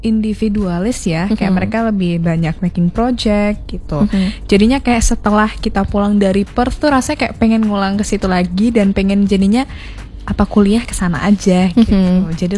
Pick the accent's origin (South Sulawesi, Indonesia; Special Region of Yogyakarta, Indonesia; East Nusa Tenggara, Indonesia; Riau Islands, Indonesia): Special Region of Yogyakarta, Indonesia; kita orang Jogja